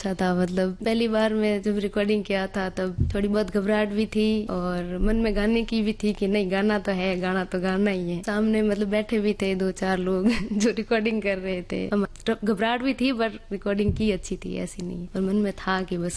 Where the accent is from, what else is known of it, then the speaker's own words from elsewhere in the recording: Damra, Rajasthan, India; और मेरी गायकी की शुरुआत हुई थी 2023 से और मेरा गांव था डामरा मेरी जन्मभूमि।